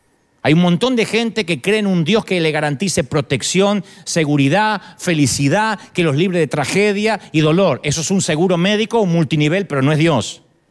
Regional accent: Argentina; now in United States; Las iglesias en Argentina, en mi país

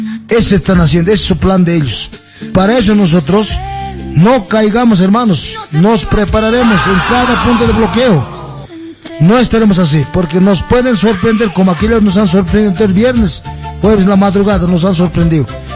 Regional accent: Camacho Province, La Paz, Bolivia; saludar a los hermanos de provincia Camacho, yo de donde vengo

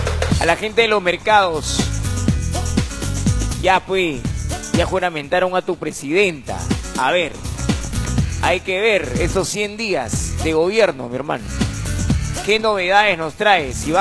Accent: Peru

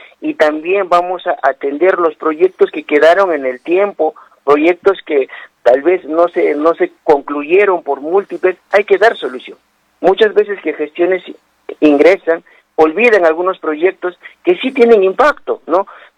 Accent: Ilabaya, Tacna, Peru; born there; Yo soy de Ilabaya, he nacido en Boroguena. Tengo mis padres actualmente viviendo en Boroguena. Tengo un gran cariño en mi distrito.

